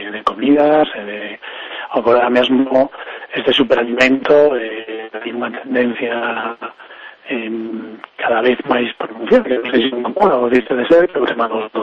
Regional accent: Galicia, Spain; Como galego, pues, moito dicir que depende.

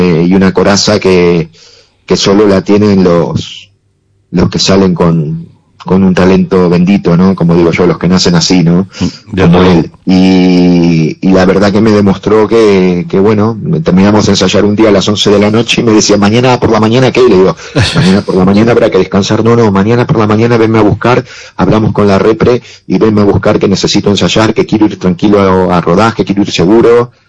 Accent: Ourense, Galicia, Spain; vinculado porque mis padres viven ahí, mis amigos de la infancia, ¿no? Entonces, pues bueno, ir a mi tierra a poder cumplir este sueño

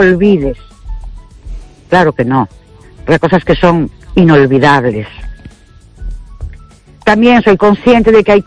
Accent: Ourense, Galicia, Spain; Buenas noches … de Orense.

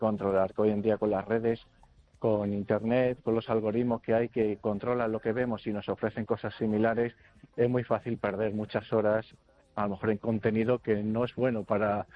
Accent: Vigo, Galicia, Spain

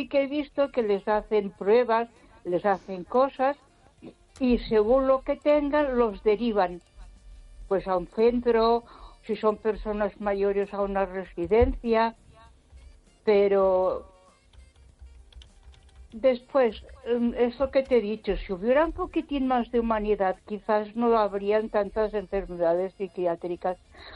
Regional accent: Ponferrada, Castile and León, Spain

